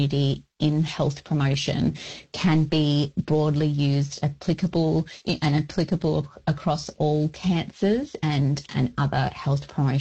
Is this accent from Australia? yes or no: yes; Bunbury, Western Australia, Australia; So I'm a proud Wilman Noongar woman. So Noongar from the southwest region of Western Australia. I was actually born and raised on Wadandibudja, which is down in the Goomberup, which is Bunbury region of Noongar country.